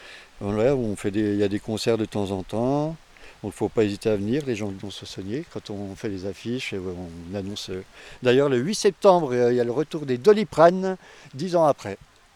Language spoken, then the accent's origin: French; Dole, Bourgogne-Franche-Comté, France; also born or lived in La Mouille / Lons-le-Saunier; now in Voiteur, France; je suis originaire de Dole, mais sinon j'ai beaucoup travaillé dans le Haut-Jura. Donc j'ai habité à La Moura, près Nevelle. J'étais pendant 9 ans à la Marjorie à Lons-le-Saunier.